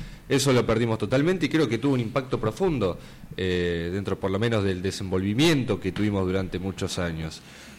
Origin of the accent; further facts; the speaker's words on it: Argentina; con todas nuestras imperfecciones, como argentinos incluso